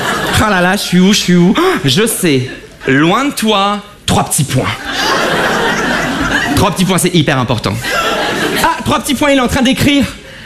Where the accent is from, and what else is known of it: Avion, Hauts-de-France, France; born there